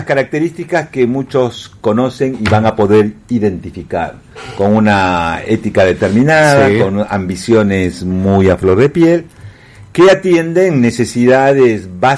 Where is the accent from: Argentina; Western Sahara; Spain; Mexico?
Argentina; La Plata, Buenos Aires Province; Yo soy de La Plata.